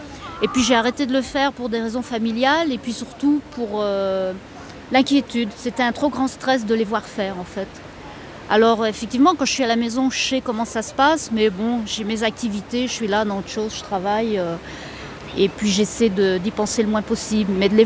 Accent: Brittany, France; moved away as an adult; moi-même, je suis bretonne d'origine

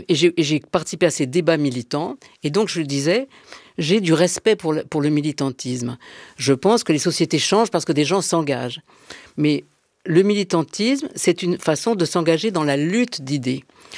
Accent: Marseille, Provence-Alpes-Côte d'Azur, France; moved away as an adult; now in Paris, France; Je suis arrivée à Paris en 1972, parce que j'étais entrée à Normal Sup. Je venais de Aix et de Marseille.

